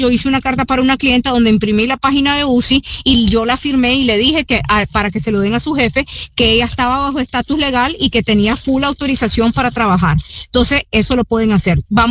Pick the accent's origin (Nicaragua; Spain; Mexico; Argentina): Nicaragua; como decimos los NICA